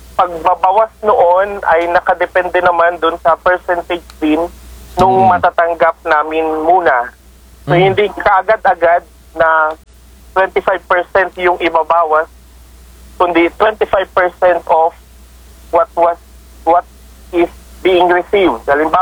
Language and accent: Tagalog; Mimaropa, Philippines; sa amin sa Marinduque